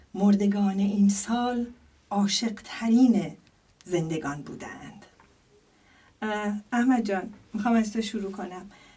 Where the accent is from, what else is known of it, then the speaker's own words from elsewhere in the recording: Shiraz, Fars, Iran; ما هر دوتامون شیرازی هستیم